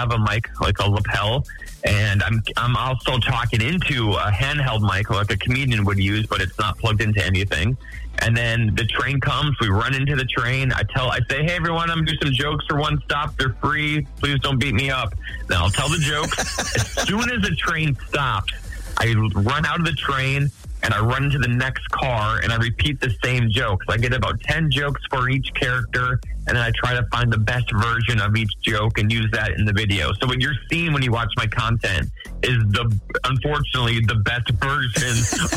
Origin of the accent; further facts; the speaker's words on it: Midwest, United States; So I'm a people pleaser. I'm from the Midwest. I have to deliver.